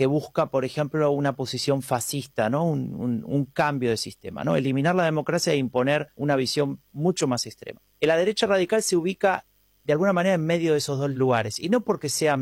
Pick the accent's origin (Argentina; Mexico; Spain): Argentina